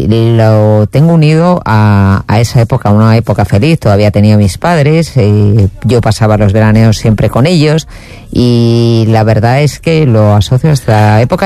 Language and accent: Spanish; Madrid, Community of Madrid, Spain; moved away as an adult; also born or lived in Toledo / Valladolid / Soria; now in Palencia, Spain; en Madrid, yo soy de Madrid.